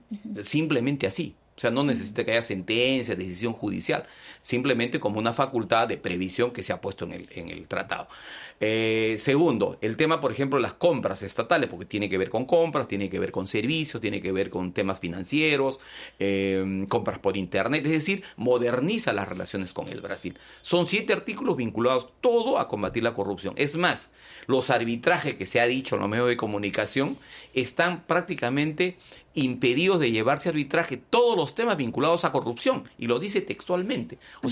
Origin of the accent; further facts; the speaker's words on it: Madre de Dios, Peru; madre de Dios siempre, ¿no? Es mi tierra.